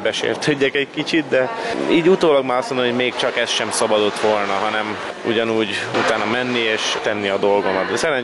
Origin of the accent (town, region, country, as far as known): Budapest, Hungary; born or raised there